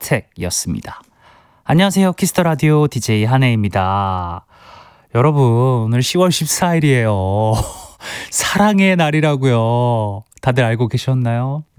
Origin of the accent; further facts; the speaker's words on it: Gyeongsang, South Korea; 저도 또 경상도 출신 아니겠어요.